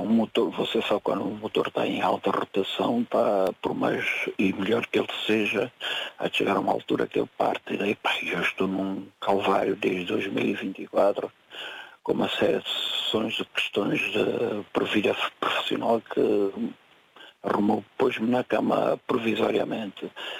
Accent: São Tomé, São Tomé & Príncipe; Eu sou originário de São Tomé.

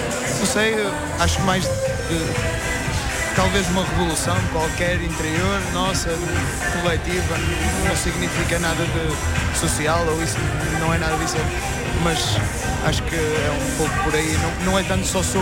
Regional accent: Porto, Norte, Portugal; Somos do Porto.

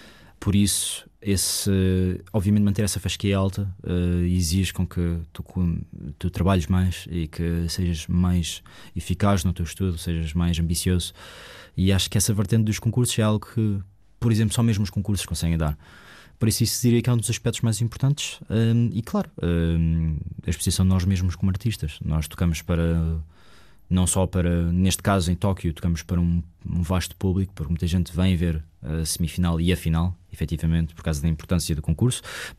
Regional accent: Caldas da Rainha, Centro, Portugal; sou natural das Caldas da Rainha, tenho 27 anos

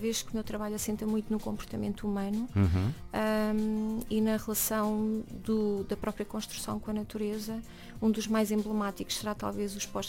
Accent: Leiria, Portugal; Nós estamos entre a serra e o mar, temos Fátima por perto também

